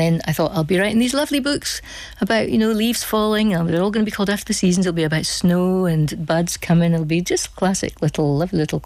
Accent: Scotland, United Kingdom; we're both Scottish

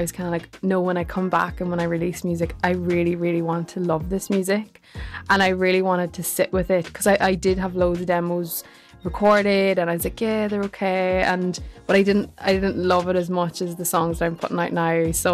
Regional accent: Derrynoose, Northern Ireland, United Kingdom; accent: South Armagh twang; So I come from a rural part of Ireland. It's called Derrynoose and it's in County Armagh. But I'm smack bang on the border between County Armagh and County Monaghan.

